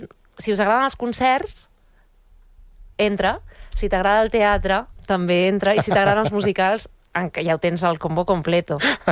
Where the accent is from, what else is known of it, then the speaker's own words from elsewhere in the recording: Balearic Islands, Spain; born there; accent: Mallorcan; O sigui, clar, pare madrileny, mare catalana, i jo i ma germana vam néixer a Mallorca. Llavors, a casa s'ha parlat sempre castellà i català central, però de portes a fora hem parlat sempre mallorquí.